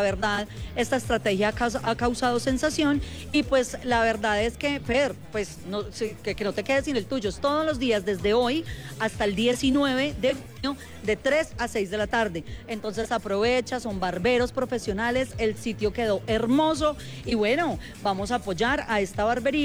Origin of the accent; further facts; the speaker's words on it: Manizales, Caldas, Colombia; Yo soy de Manizales.